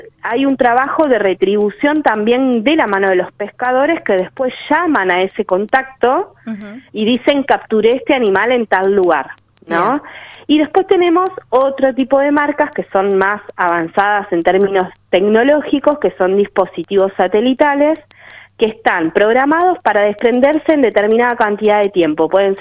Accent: Puerto San Julián, Santa Cruz, Argentina; yo soy de San Julián, me acuerdo que cuando yo era chica, hoy tengo 38 años, pero cuando yo era chica, hasta mis 19 años, se hacía la pesca del cazón.

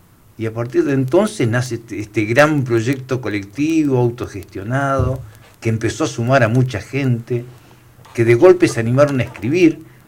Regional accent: Pico Truncado, Santa Cruz, Argentina; moved away as an adult; also born or lived in Entre Ríos / Buenos Aires / Catamarca / Salta; yo soy de Pico Truncado, estuve trabajando en Entre Ríos, en Buenos Aires, en Catamarca, en Salta. ¿Y dónde termino mis últimos años? De vuelta a mi tierra.

